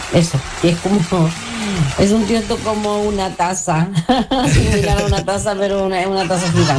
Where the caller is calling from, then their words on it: Concepción, Biobío, Chile; Aquí ya tienen los días reportando sintonía de Concepción.